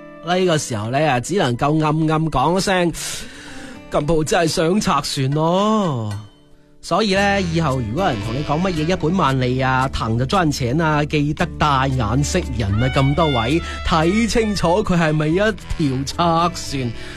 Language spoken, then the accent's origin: Cantonese; Guangdong, China; 我哋广东人